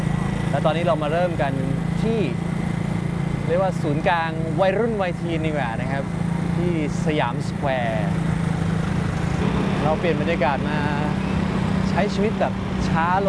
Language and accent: Thai; Bangkok, Thailand; ทั้งที่เราเป็นคนกรุงเทพแท้ๆเนี่ยเราเพิ่งจะเห็นความงามข